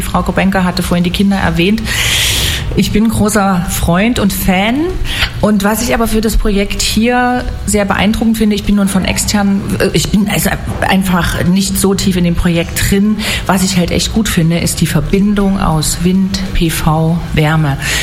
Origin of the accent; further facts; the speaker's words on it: Dresden, Saxony, Germany; Aber ich möchte mal sagen, man hört es vielleicht, eigentlich komme ich ja aus Dresden.